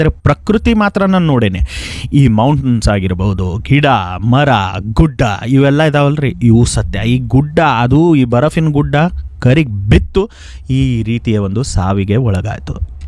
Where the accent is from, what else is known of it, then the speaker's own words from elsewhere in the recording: Belagavi, Karnataka, India; ನಮ್ಮ ಬೆಳಗಾವಿ ಕುಂದಾನಗರಿ ಬೆಳಗಾವಿ, ಮಹಾಬಲೇಶ್ವರ ಚಿಕ್ಕ ಮಹಾಬಲೇಶ್ವರ ಅಂತ ಹೇಳ್ತಿದ್ರು ಬಾಲ್ಯದಲ್ಲಿ.